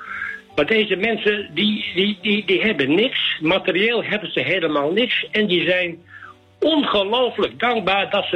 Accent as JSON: {"language": "Dutch", "country": "Netherlands", "said": "En daar werd voor ons als Nederlanders een lied gezongen."}